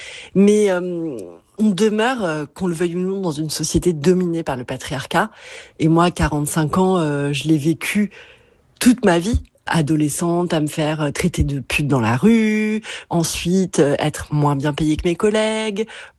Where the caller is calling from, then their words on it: Nice, Provence-Alpes-Côte d'Azur, France; j'ai 45 ans, je vous appelle de Nice.